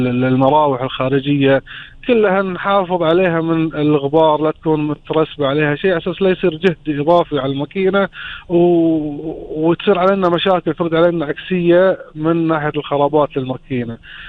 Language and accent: Arabic; Kuwait; عندنا في الكويت